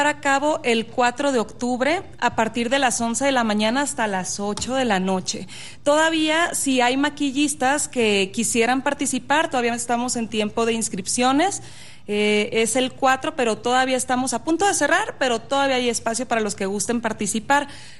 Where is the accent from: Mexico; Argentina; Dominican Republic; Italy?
Mexico; Los Mochis, Sinaloa; also born or lived in Mazatlán, Sinaloa; Yo soy norteña. ¿De dónde eres? De Los Mochis, Sinaloa. Nací en Mazatlán.